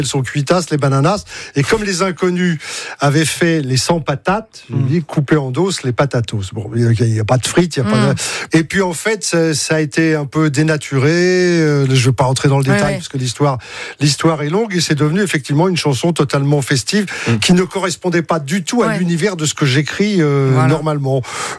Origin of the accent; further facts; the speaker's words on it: Paris, Île-de-France, France; Parce que moi, je suis un Parigot.